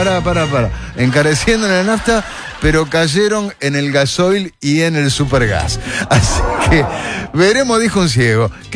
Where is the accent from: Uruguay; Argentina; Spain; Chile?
Uruguay; Los que mandamos somos los uruguayos